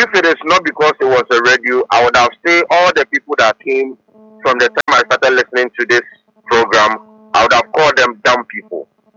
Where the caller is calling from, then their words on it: Madina, Greater Accra, Ghana; I'm calling from Medina.